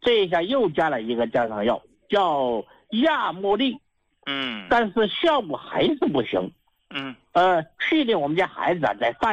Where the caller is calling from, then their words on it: Guizhou, China; 是这样子的，李老师，我是贵州的朋友嘛。